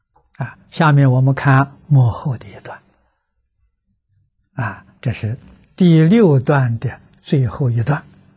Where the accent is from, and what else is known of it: China